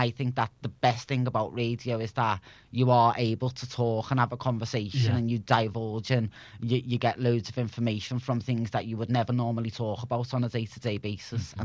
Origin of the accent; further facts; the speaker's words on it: Liverpool, North West England, United Kingdom; accent: Scouse; moved away as an adult; also born or lived in China; I was from Liverpool. Being a Scouser in Asia, in China especially